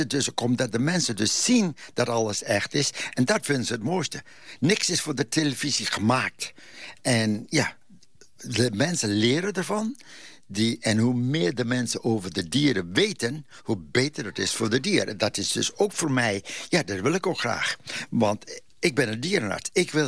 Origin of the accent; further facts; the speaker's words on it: Netherlands; moved away as an adult; now in United States; Ja, ik ben geboren getogen in Nederland.